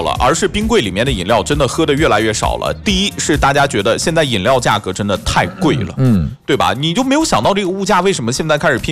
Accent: Henan, China; moved away; 我是河南的嘛

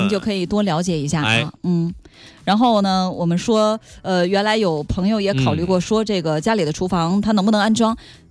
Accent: Fuzhou, Fujian, China; 像我们福州人愿意泡茶

